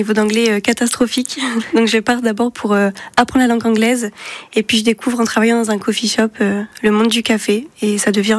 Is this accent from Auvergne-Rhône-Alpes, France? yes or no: no; Poitiers, Nouvelle-Aquitaine, France; moved away as an adult; also born or lived in Ireland; J'ai décidé de m'installer dans ma ville natale parce que j'aime beaucoup Poitiers. C'est une ville qui est relativement assez petite où tout le monde est assez convivial et chaleureux.